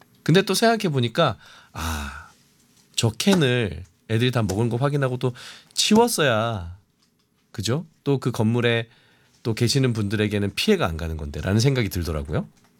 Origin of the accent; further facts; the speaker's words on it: Gyeongsang, South Korea; 저도 이제 경상도 사람이니까.